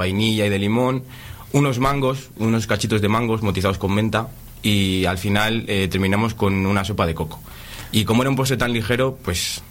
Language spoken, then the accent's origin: Spanish; Ávila, Castile and León, Spain; now in Castro Urdiales, Spain; soy de Ávila.